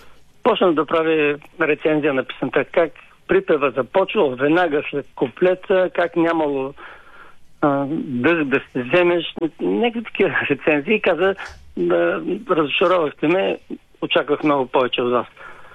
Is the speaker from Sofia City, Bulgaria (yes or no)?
no; Burgas, Burgas Province, Bulgaria; moved away as an adult; now in Varna, Bulgaria; Аз съм морски по принцип. По принцип съм от Бургас, но вече от повече от 10 години живея във Варна.